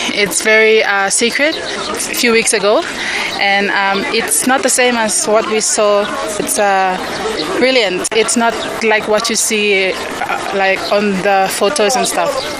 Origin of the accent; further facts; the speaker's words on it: Vanuatu; I am from Vanuatu, an island in the Pacific.